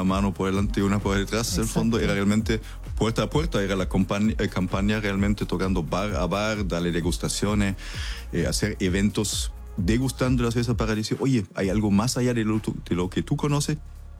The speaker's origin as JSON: {"language": "Spanish", "country": "Germany", "tie": "born there", "second_language": "Spanish", "said": "Yo recién vengo de un viaje a Alemania, mi país natal"}